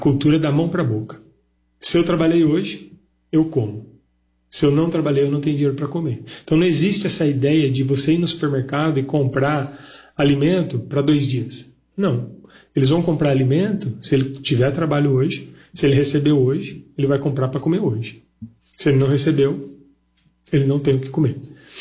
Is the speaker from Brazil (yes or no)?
yes; Brazil; Eu, como um bom brasileiro, um bom apreciador de café, né